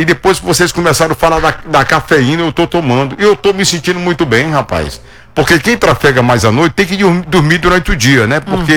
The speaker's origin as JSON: {"language": "Portuguese", "town": "Bacabal", "region": "Maranhão", "country": "Brazil", "said": "São Luís Gonzaga no Maranhão, Bacabal, a minha terra, né?"}